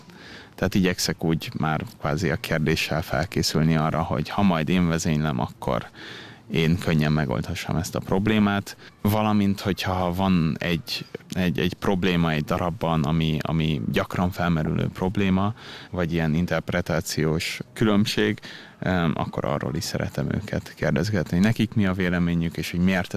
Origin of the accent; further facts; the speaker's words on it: Budapest, Hungary; born there; Én Budapesten születtem